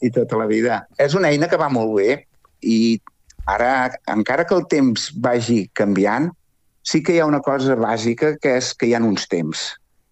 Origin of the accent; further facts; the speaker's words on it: Sant Cebrià, Catalonia, Spain; soc de Sant Cebrià